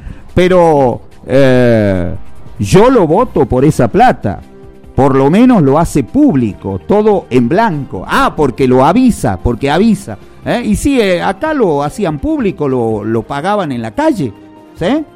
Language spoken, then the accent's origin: Spanish; Argentina; somos hipócritas los argentinos